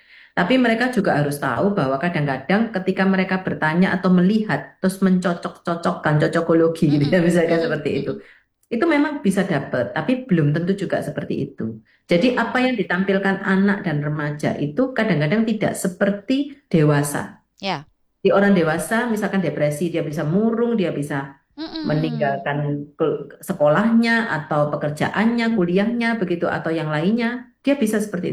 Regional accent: Surabaya, East Java, Indonesia; kita orang Surabaya

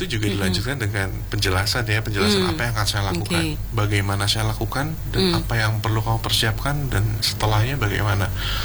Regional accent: Java, Indonesia; Sementara saya orang Jawa gitu kan

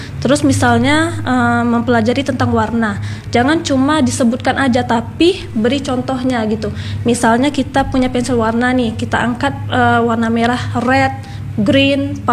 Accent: Ranai, Riau Islands, Indonesia; born there; also born or lived in Pekanbaru, Riau

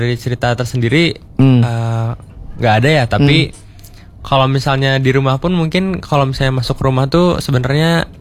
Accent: Java, Indonesia; Kita pakai bahasa Jawa karena ya kita sendiri kebetulan dari Jawa gitu.

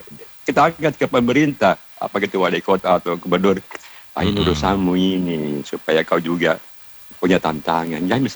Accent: South Sulawesi, Indonesia; saya selaku orang Selatan tetap ingat PSM

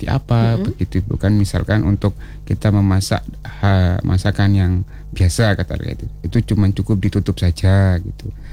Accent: West Nusa Tenggara, Indonesia; Iya, saya dari Lombok, Nusa Tenggara Barat.

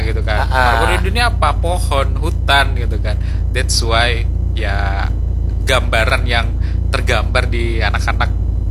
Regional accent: Java, Indonesia; Dan berhubung saya juga orang Jawa begitu, mungkin sekaligus menjawab tadi perspektif orang Jawa itu seperti apa sih gitu kan.

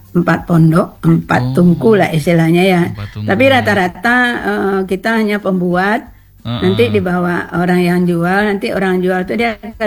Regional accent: West Sumatra, Indonesia; kita orang Sanjay

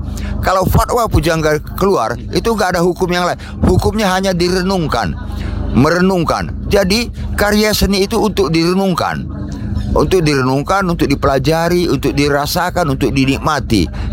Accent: North Sumatra, Indonesia; Dan kita dari Sumatera Utara, terutama kami ya, termasuk teater Delik dan Dim, teater Anak Negeri dan kelompok-kelompok teater yang lain, kita masih punya ideologi teater itu loh.

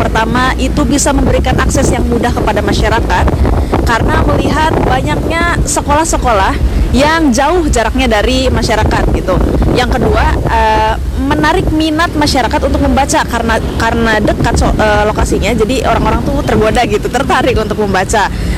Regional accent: Lemah Abang, Indonesia; asal saya dari Kecamatan Lemah Abang.

